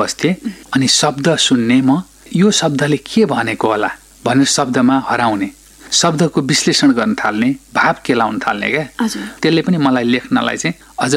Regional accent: Sano Dumma, Koshi Province, Nepal; म गाउँमै जन्मिएँ, हुर्केको, एकदमै गाउँ पनि टिपिकल गाउँ के, दूरदराज भनिन्छ नि नेपाली भाषामा। त्यस हिसाबले चाहिँ त्यो सानोदुम्माको गाउँघरमा जन्मिएको मान्छे हो, अब सामान्य परिवारमा।

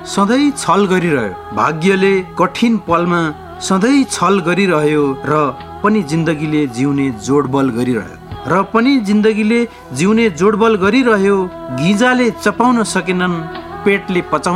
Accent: Surkhet District, Karnali Province, Nepal; moved away as an adult; also born or lived in Birendranagar, Surkhet; now in Kathmandu, Nepal; मेरो प्राथमिक तहको पढाइ सुर्खेत जिल्ला, मेरो जन्मस्थान हालको पञ्चपुरी नगरपालिका वडा नम्बर 3 साबिकको सालकोट गाविस वडा नम्बर 9 रहेको छ।

